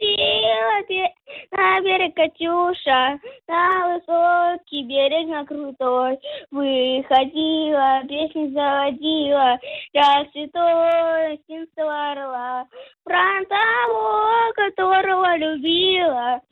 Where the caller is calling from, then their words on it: Yekaterinburg, Sverdlovsk Oblast, Russia; Я из Екатеринбурга